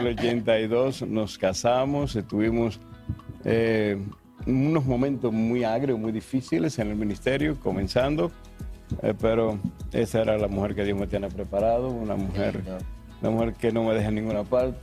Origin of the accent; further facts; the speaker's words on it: Gaspar Hernández, Espaillat, Dominican Republic; now in Santo Domingo, Dominican Republic; En el 82, vine de Gaspar Hernández, otra vez a la capital.